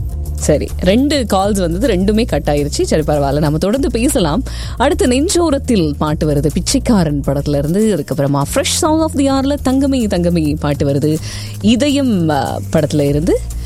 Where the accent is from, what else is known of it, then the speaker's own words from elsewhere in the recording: Sri Lanka; இலங்கையில நான் பிறந்து வளர்ந்ததுனால, இலங்கையிலேயே ஊடகத்துக்குள்ள நான் வேலைக்கு போனதுனால